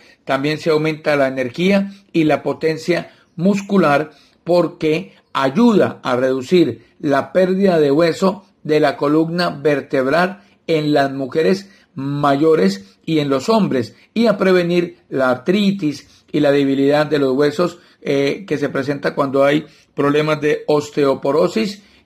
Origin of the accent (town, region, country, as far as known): Colombia